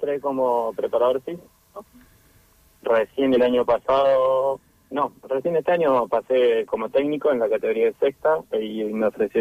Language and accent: Spanish; Córdoba, Argentina; No, soy de Córdoba Capital.